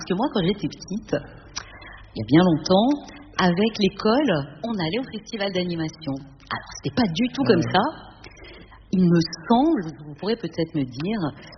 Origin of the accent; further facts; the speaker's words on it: Annecy, Auvergne-Rhône-Alpes, France; Ça réveille beaucoup de choses en moi, parce que moi, je suis d'Annecy.